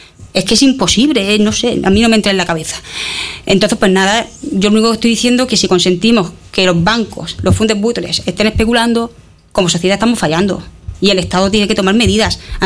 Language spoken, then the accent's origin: Spanish; Cieza, Region of Murcia, Spain; yo, como ciudadana española, y en este caso de Cieza